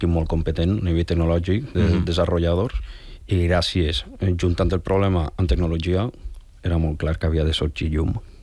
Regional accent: L'Olleria, Valencian Community, Spain; Nosaltres al final venim d'un poble. I venim de l'Olleria.

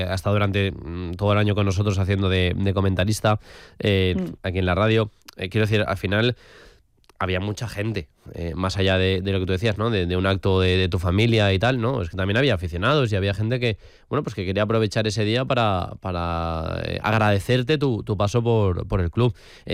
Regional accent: Valencian Community, Spain; porque evidentemente soy valenciano

